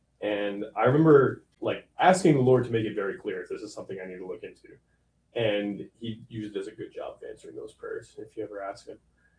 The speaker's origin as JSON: {"language": "English", "town": "Lakota", "country": "United States", "tie": "born or raised there", "said": "when I was growing up in Lakota"}